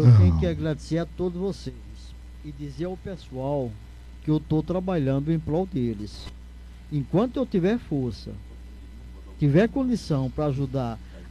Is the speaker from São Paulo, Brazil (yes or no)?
no; Caruaru, Pernambuco, Brazil; eu sou daqui da região de Caruaru